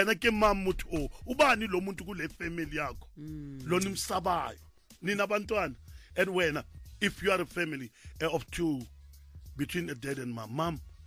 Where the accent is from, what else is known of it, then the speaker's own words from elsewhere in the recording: Mabopane, Gauteng, South Africa; I'm from Mabopane.